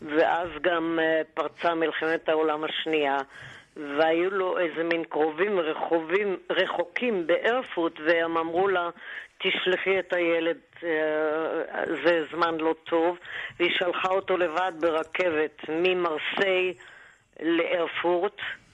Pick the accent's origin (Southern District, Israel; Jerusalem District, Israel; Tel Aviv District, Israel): Tel Aviv District, Israel; Tel Aviv; כן, אני תל אביבית, נולדתי אסלית תל אביבית.